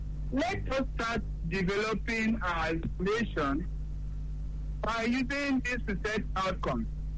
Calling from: Abuja, Federal Capital Territory, Nigeria; I'm calling from Abuja.

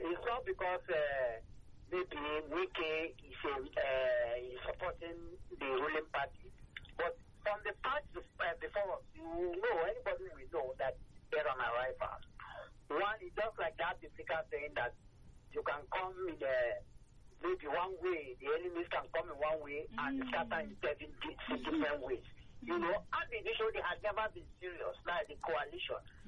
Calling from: Nigeria; I'm calling from Abaranjo in Ikosu.

